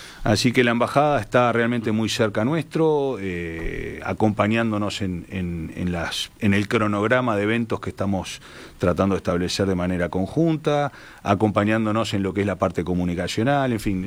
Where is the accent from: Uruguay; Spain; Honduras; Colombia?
Uruguay; Para nosotros como uruguayos